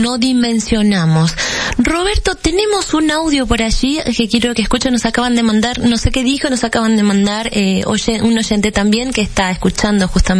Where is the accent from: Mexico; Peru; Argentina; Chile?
Argentina; esta problemática que estamos transitando como argentinos